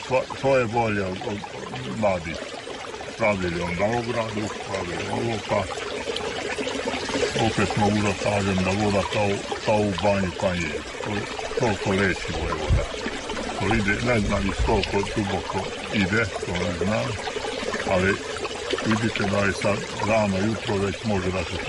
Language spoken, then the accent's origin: Serbian; Senta, Vojvodina, Serbia; Mi smo iz Sente došli, pa dolazimo često zato što smo čuli da je jako dobra voda za, za reomu, za kičmu i za noge.